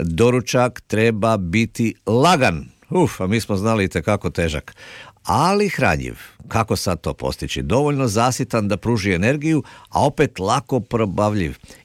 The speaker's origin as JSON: {"language": "Croatian", "country": "Croatia"}